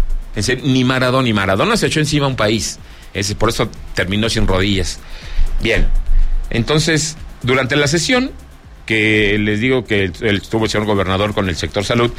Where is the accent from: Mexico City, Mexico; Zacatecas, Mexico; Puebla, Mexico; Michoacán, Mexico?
Zacatecas, Mexico; Aquí lo hemos tenido, unos de los amigos frecuentes de mi tierra Zacatecas